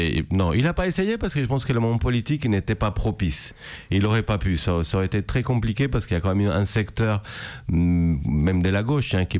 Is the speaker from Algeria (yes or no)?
no; Colombia; moved away; je suis retourné dans mon quartier, là où j'ai grandi